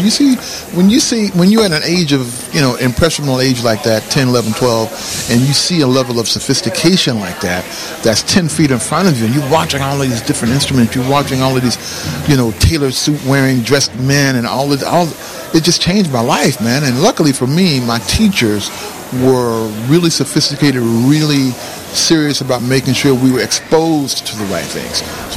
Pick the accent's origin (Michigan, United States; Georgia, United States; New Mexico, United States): Georgia, United States; Atlanta; I'm from Atlanta, Georgia